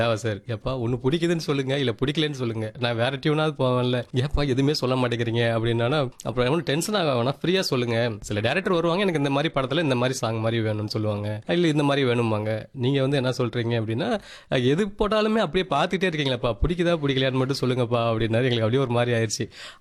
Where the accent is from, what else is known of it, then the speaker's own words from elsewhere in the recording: Coimbatore, Tamil Nadu, India; நான் கோயம்புத்தூர் சார் அப்படின்னு சொல்லி சொல்லியிருந்தேன்.